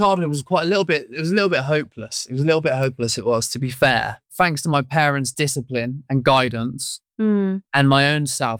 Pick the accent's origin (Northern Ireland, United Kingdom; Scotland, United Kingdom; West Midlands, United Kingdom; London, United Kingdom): West Midlands, United Kingdom; Coventry; moved away as an adult; now in Arizona, United States; Growing up in like a low income, like deprived area, which was what Willenhall was, which is my estate in the 90s.